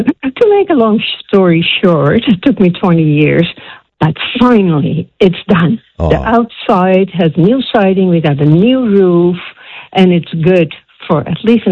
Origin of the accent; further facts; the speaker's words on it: Netherlands; now in Gravelbourg, Canada; I was born in the Netherlands.